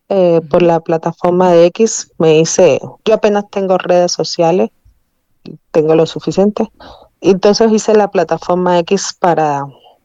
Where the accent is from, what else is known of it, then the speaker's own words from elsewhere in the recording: Cuba; now in Mexico; soy de origen cubano, soy de origen cubano. Llegué aquí en el año 2017 con beca CONACYT para la maestría de energía en la UNAM.